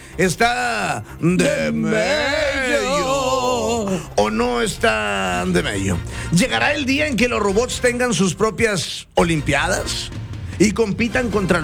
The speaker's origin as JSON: {"language": "Spanish", "country": "Mexico", "said": "todos los que somos mexicanos. Hoy es nuestra independencia"}